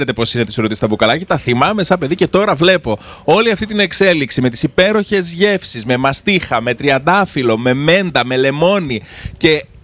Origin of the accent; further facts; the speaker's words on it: Northern Greece, Greece; Εγώ τη Σουρωτή να σου πω ότι τη θυμάμαι από την παιδική μου ηλικία. Μεγάλωσα στη Βόρεια Ελλάδα.